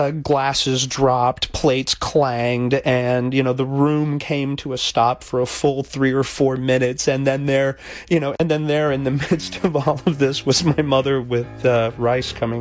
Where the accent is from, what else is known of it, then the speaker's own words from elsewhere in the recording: Miami, Florida, United States; Growing up in Miami, especially if you're Hispanic, you straddle two different cultures.